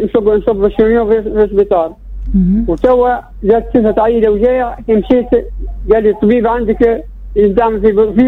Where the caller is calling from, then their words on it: Sfax Governorate, Tunisia; عايش في صفاقس انا.